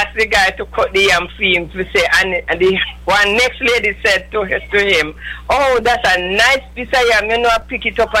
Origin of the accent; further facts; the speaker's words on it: Jamaica; moved away; I'm from Jamaica